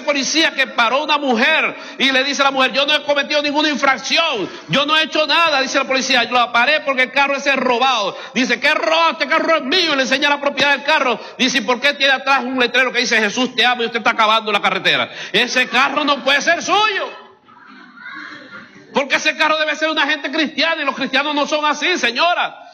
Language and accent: Spanish; Cuba; accent: Cuban